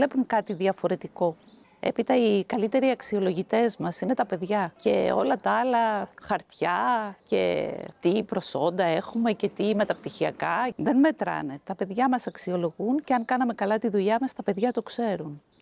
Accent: North Aegean, Greece; also born or lived in Ikaria; Ναι, εδώ μεγάλωσα. Εδώ πήγα σχολείο, έβγαλε και τις τρεις τάξεις του γυμνασίου σε αυτό εδώ το κτίριο

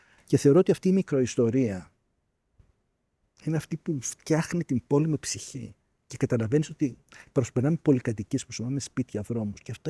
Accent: Athens, Attica, Greece; μεγάλωσα στην Πατησίων. Έχω βίωμα λοιπόν

